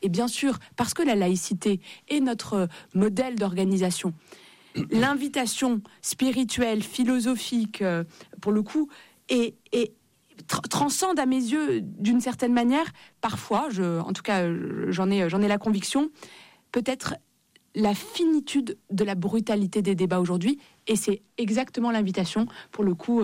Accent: Morocco; now in France; moi, j'ai grandi au Maroc, dans un pays multiculturel, où musulmans, juifs, chrétiens, pour le coup, vivent ensemble

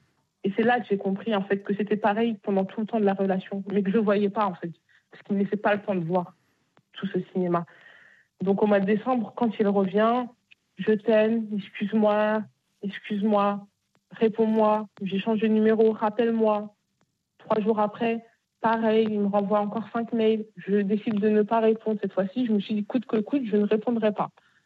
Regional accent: Bagneux, Île-de-France, France; Parce que moi, je viens de Bagneux.

